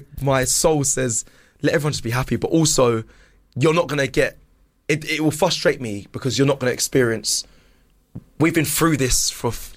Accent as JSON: {"language": "English", "region": "London", "country": "United Kingdom", "tie": "born there", "lives_now": "Surrey, United Kingdom", "said": "I was born in South London where Arsenal actually started."}